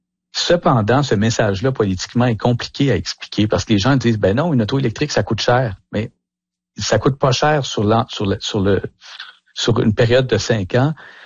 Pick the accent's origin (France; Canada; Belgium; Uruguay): Canada; mais aussi chez nous au Canada